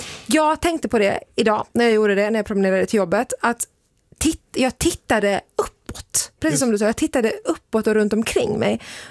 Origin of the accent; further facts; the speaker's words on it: Malmö, Skåne, Sweden; now in Stockholm, Sweden; min hemstad Malmö. Och återigen, inte en väldigt liten stad heller.